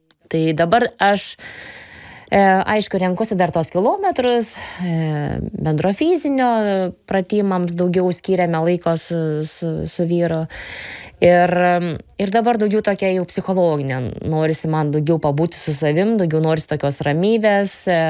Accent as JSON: {"language": "Lithuanian", "town": "Panevėžys", "region": "Panevėžys County", "country": "Lithuania", "tie": "born or raised there", "said": "aš garsinu ir Lietuvą, ir savo gimtąjį miestą Panevėžį."}